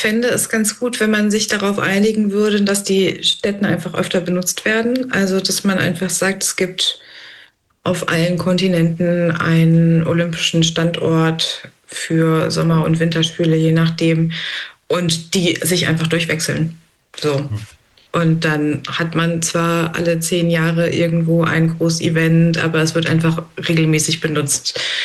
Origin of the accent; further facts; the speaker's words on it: North Rhine-Westphalia, Germany; ich bin in NRW aufgewachsen